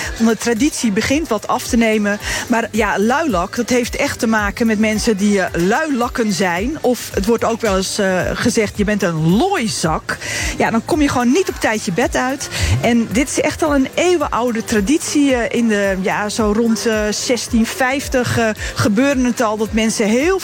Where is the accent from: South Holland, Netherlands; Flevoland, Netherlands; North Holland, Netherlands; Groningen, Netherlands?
North Holland, Netherlands; Want ik kom uit West-Friesland.